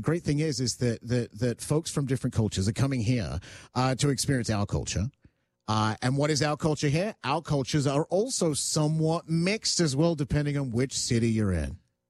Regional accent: Australia; I grew up in Australia, so I can go, oh, the dominant culture in this city is Greeks.

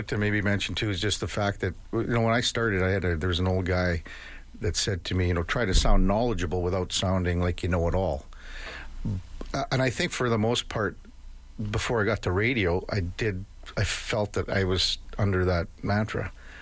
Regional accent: Melville, Saskatchewan, Canada; when I grew up in Melville, Saskatchewan, there was a rec hockey team called the Melville Bombers

